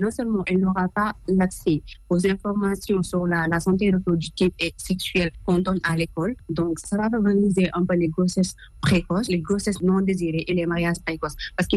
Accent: Tambacounda, Senegal; now in Dakar, Senegal; Moi, je suis issue de la région de Tambacounda, là où il fait excessivement chaud.

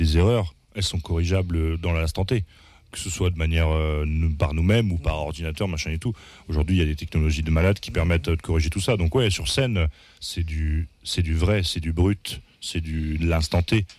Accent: Douai, Hauts-de-France, France; Quand la sortie de l'EP, on l'a fait à Douai. Notre premier concert, c'était à Douai, donc on est des Douaisiens.

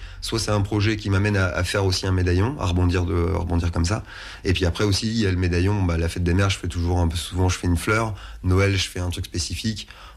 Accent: Hauts-de-France, France; Là, c'était beaucoup plus proche de chez moi parce que je suis à la base, je suis du Nord.

